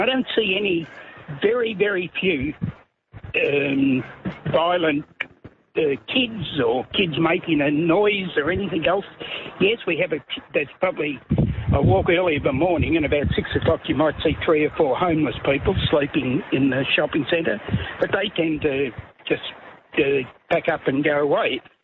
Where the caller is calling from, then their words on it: Frankston, Victoria, Australia; Look, I'm just ringing from Frankston. I just want to defend Frankston. I'm 80 years of age and I tend to walk 7 to 10 k's a day around my local area